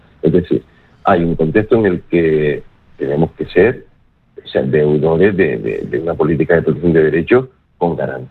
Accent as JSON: {"language": "Spanish", "region": "Canary Islands", "country": "Spain"}